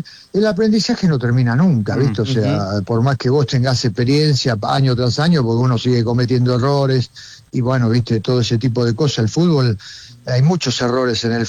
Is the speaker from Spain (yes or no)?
no; Argentina